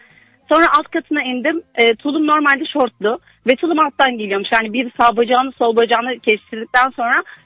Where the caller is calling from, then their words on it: Istanbul, Turkey; İstanbul'dayım